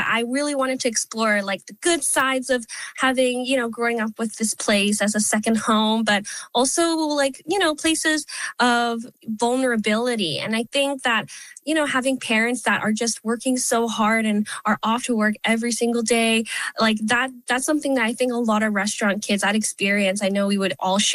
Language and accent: English; Halifax, Nova Scotia, Canada; I grew up here in Halifax. My parents own Star Anise Vietnamese noodles, and I spent my entire life in this community